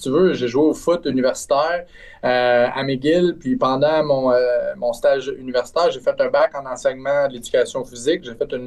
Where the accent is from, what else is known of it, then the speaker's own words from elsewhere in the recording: Trois-Rivières, Quebec, Canada; moved away; moi, je viens de Trois-Rivières, ma famille est toujours à Trois-Rivières